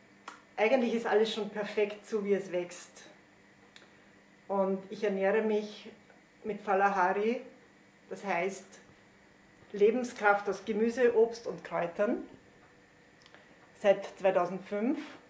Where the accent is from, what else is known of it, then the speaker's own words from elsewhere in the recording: Lower Austria, Austria; Ich komme aus Österreich. Lebe derzeit in Krems.